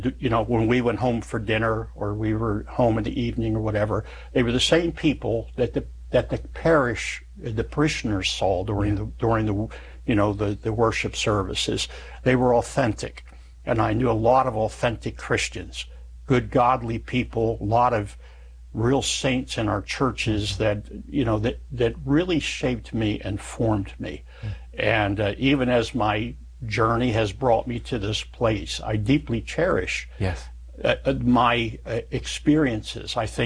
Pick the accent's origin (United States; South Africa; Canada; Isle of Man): United States; Pennsylvania; also born or lived in New Jersey; So I grew up in Pennsylvania and New Jersey.